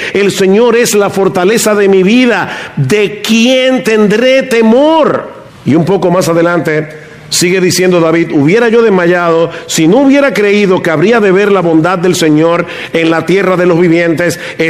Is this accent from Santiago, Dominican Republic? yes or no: no; San Juan de la Maguana, San Juan, Dominican Republic; Cuando yo era niño, como cinco o seis años, vino a San Juan de la Maguana, al pueblo donde yo nací, un circo llamado el Circo Dorado.